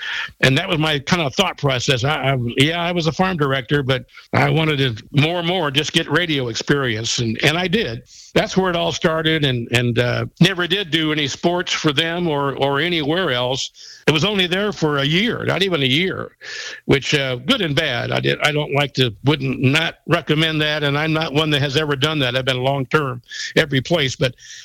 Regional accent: Iowa, United States; Well, number one, it was back in my home state of Iowa.

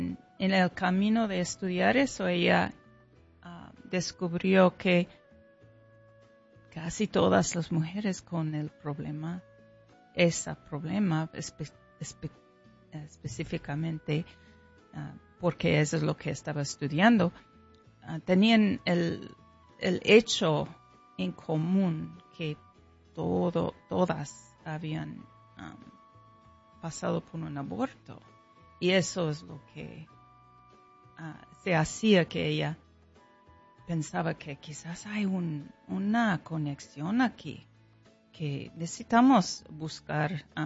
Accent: California, United States; Spanish is a second language; now in Omaha, United States; Aprendí español durante toda mi vida, cuando estaba creciendo en California, con abuelos que tenían un amor por la cultura hispana

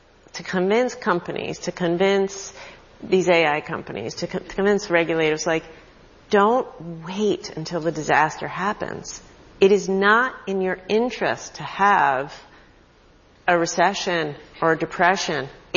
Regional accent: Rhode Island, United States; I'm from Rhode Island. Our state motto is hope, okay?

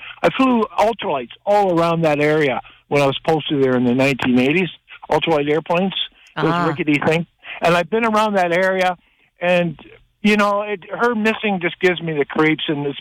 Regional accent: British Columbia, Canada; now in Alberta, Canada; I'm in Alberta now, but I was born and raised in Vancouver Island

